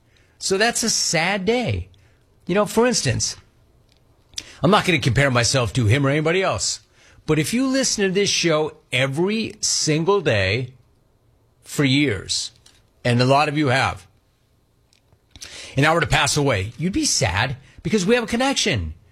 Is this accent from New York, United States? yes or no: no; Los Angeles, California, United States; As a comp, I grew up in Los Angeles. I grew up listening to Vin Scully.